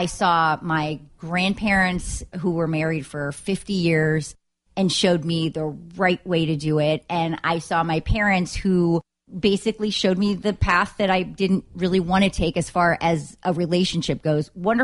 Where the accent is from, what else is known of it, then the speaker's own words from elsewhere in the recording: Pittsburgh, Pennsylvania, United States; I grew up actually in Pittsburgh. When I was really young, we moved from state to state because my dad, his job had taken us all over the country.